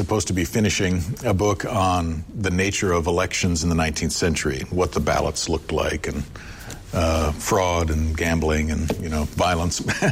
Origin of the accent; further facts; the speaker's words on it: Fargo, North Dakota, United States; Well, it really has. I mean, it was a great place to grow up.